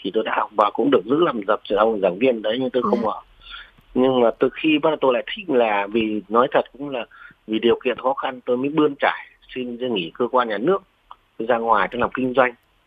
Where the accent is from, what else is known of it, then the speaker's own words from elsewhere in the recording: Vinh Tuong, Vĩnh Phúc, Vietnam; Quê tôi sinh ra lớn lên ở Phủ Vĩnh Tường mà, thế là cũng thành công.